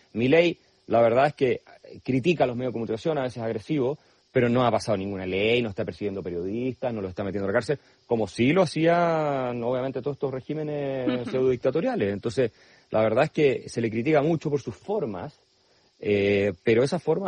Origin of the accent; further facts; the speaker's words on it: Germany; yo soy alemán